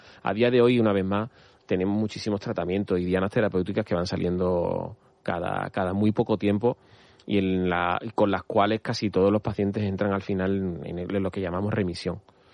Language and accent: Spanish; Andalusia, Spain